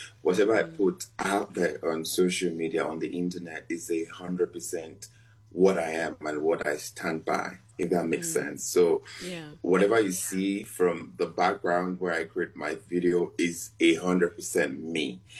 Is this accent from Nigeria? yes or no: yes; Nigeria; I'm Nigerian. I'm born and brought up in Nigeria.